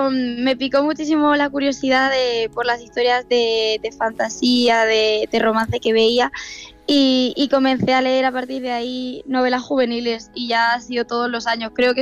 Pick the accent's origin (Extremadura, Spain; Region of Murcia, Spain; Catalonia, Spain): Region of Murcia, Spain; Murcia